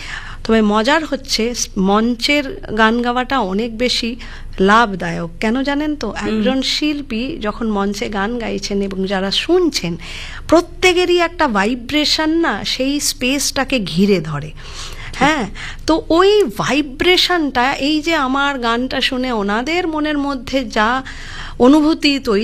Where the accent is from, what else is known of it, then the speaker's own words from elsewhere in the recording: Chittagong, Chittagong Division, Bangladesh; moved away; আমি এখন যেখানে থাকি, দেখুন আমি চট্টগ্রামের মানুষ, কিন্তু আমি এখন যেখানে থাকি সেই মানে কমিউনিটিটা পুরোটাই সিলেটিদের কমিউনিটি।